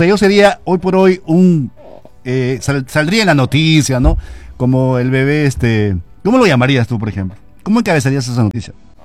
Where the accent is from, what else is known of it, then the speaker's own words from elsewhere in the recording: Buenos Aires, Piura, Peru; born there; yo soy nacido en Buenos Aires, Morpón, ¿no? Producido en Chimbote y nacido.